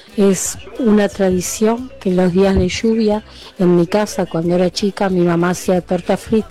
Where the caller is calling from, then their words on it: Buenos Aires, Argentina; de Parque Chacabuco.